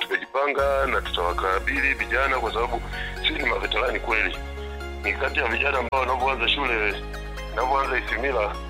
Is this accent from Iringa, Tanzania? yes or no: yes; Tanangozi, Iringa, Tanzania; natokea Tanangozi